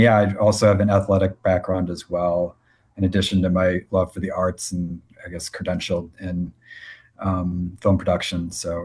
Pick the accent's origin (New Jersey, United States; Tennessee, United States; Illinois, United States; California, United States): Illinois, United States; Chicago; I grew up in Chicago, so junior high through my time at Notre Dame as undergrad, the Bulls are the most dominant team in the 90s.